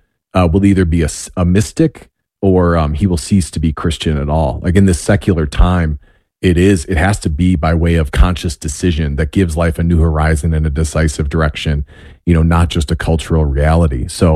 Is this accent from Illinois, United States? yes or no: yes; Wheaton, Illinois, United States; I grew up in Wheaton, Illinois.